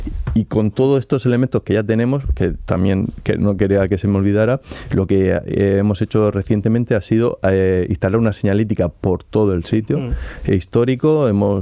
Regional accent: Monteagudo, Spain; y yo soy de allí, de Monteagudo, uh-huh. soy del pueblecito de La Cueva

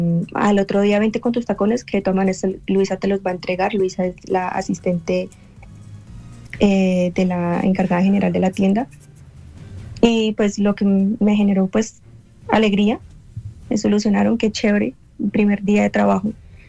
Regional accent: Ibagué, Tolima, Colombia; yo soy de Tolima, Ibagué. Ibagué, Tolima.

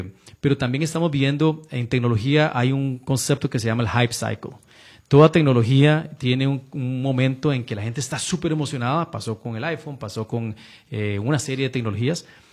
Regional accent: Costa Rica; moved away as an adult; como tico y latinoamericano

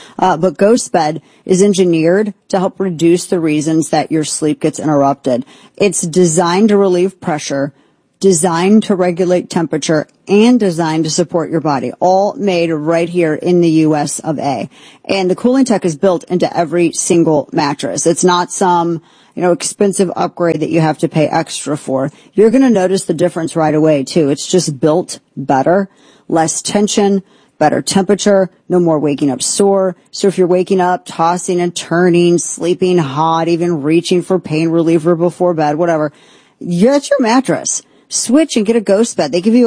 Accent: Missouri, United States; We got involved in that race because it's my home state.

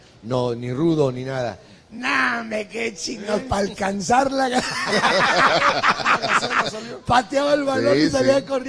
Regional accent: Tampico, Tamaulipas, Mexico; born there; O sea, porque yo nací en Tampico, siempre le he ido a la Jaiba Brava y siempre le voy a ir a la Jaiba Brava.

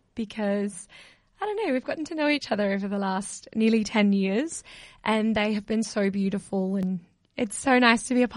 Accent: Australia; born there; because my dad was born in Australia. And then, obviously, I was born in Australia too.

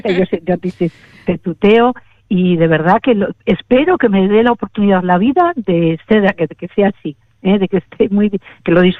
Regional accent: Castile and León, Spain; A ver, yo soy de campo, yo soy del pueblo de Palencia, y mi padre era agricultor, trabajaba en una finca gigantesca con más de 800 árboles, con mucho trabajo de campo, y yo eso lo he mamado, lo he vivido

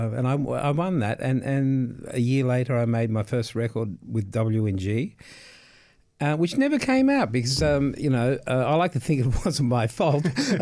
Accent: Fitzroy North, Victoria, Australia; But I grew up in Fitzroy North, and I'm back there. No matter how many times I've moved away, I seem to gravitate back to my roots.

